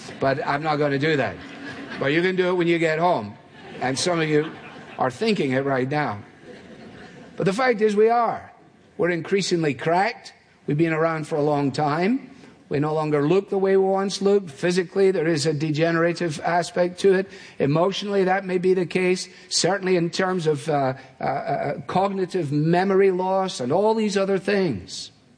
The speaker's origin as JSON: {"language": "English", "region": "Scotland", "country": "United Kingdom", "said": "As a Scotsman, it appeals to me. Anything for free is absolutely terrific."}